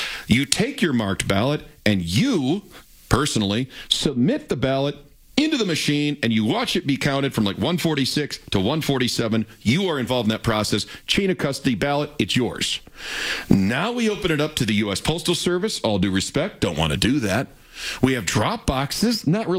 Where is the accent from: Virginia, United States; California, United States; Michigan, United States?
Michigan, United States; now in Colorado, United States; like I did in my home state of Michigan, which is only slightly less blue than Colorado overall.